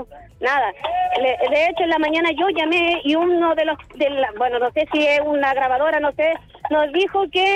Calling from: Quilpué, Valparaíso, Chile; soy de acá de Belloto Sur, de la comuna de Quilpué.

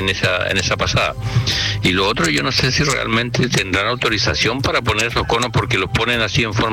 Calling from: Labranza, Araucanía, Chile; yo vivo en Labranza

